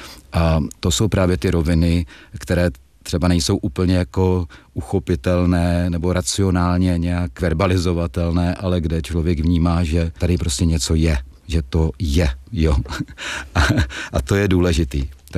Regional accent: Brno, South Moravian Region, Czechia; já jsem rodilý Brňák

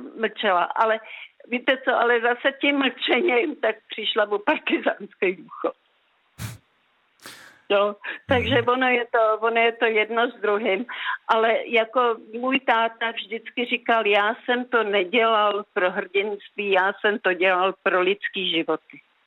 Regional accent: Skryje, Central Bohemian Region, Czechia; Ne, já pocházím ze Skrej

